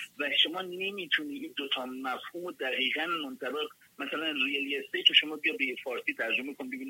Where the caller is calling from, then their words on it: Las Vegas, Nevada, United States; تو شهر خودمون، تو همین لاس وگاس